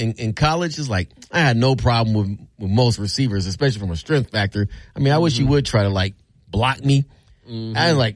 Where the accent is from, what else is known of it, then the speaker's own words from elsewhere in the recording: California, United States; he's from L.A. and I'm from Northern California, so they're worlds apart and worlds different.